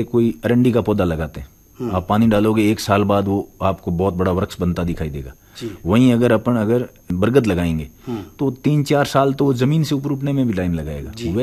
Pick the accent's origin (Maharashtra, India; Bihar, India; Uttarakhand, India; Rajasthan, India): Rajasthan, India; Nagaur; यहाँ नागौर का मेरा गांव कालड़ी है